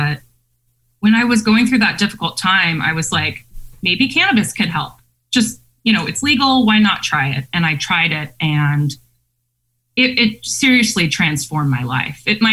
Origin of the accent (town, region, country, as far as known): University Place, Washington, United States; born or raised there